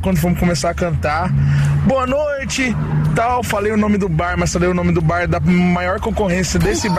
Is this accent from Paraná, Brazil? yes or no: yes; Foz do Iguaçu, Paraná, Brazil; sou de Foz do Iguaçu, sou cantor.